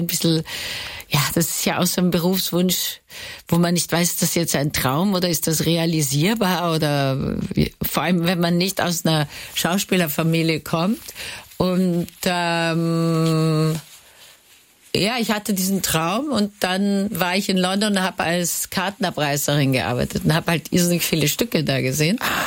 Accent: Vienna, Austria; now in Hamburg, Germany; Und als Wienerin bin ich ja Traditionalistin, vor allem was die Gebäude angeht.

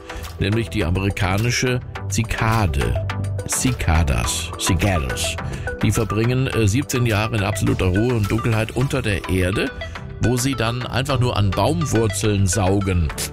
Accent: Rhineland-Palatinate, Germany; das ist das Lebensmotto im Westerwald, das ist meinem Heimatort

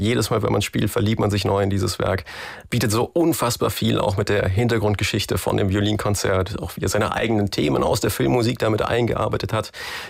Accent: Bavaria, Germany; Als Bayer ist man dann natürlich ein bisschen automatisch an Natur gebunden mit den Alpen vor der Haustür.

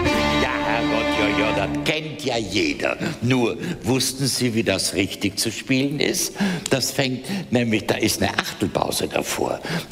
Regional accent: Trentino-Alto Adige, Italy

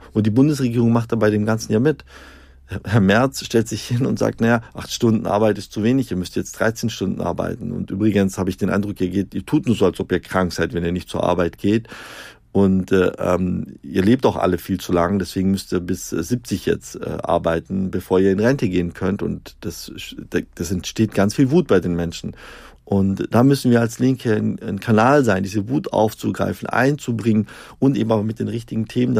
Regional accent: Stuttgart, Baden-Württemberg, Germany; In der Automobilindustrie, ich komme ja aus Stuttgart, das ist ein ganz großes

